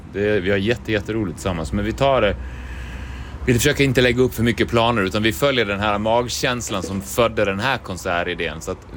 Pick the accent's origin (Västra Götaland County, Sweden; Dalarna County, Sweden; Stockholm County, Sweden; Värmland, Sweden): Dalarna County, Sweden; Borlänge; Vi växte upp tillsammans i Borlänge på 90-talet